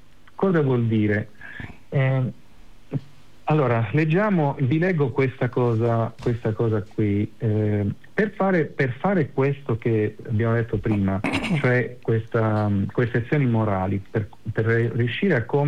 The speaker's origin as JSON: {"language": "Italian", "region": "Calabria", "country": "Italy", "said": "nella mia terra in Calabria a Scilla"}